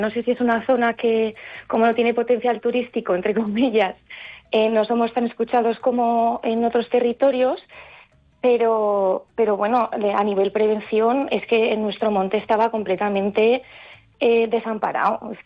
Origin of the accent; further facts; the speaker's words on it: Jaca, Aragon, Spain; Yo soy de Jaca y mi pueblo afectado es Bernués